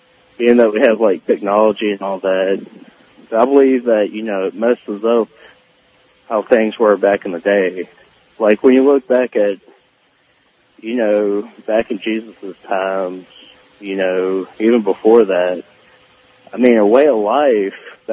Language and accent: English; Southern United States, United States; now in Houston, United States; I'm a spiritual person. I was born and raised Southern.